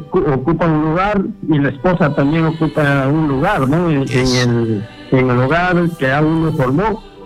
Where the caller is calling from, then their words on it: Chiclayo, Lambayeque, Peru; Llamo desde Chiclayo.